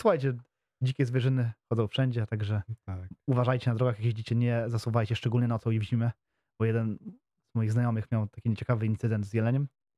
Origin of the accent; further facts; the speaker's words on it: Piaseczno, Masovian Voivodeship, Poland; w Piasecznie u mnie, bo ja jestem, jak już wcześniej wspomniałem, z południa Warszawy, bardziej z przedmieść, z tak zwanych sypialni Warszawy